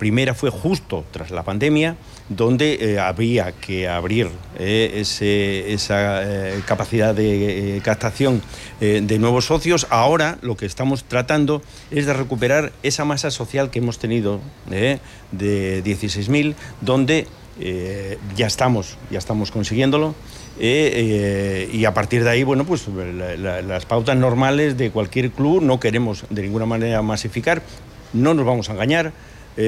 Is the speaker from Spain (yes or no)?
yes; Spain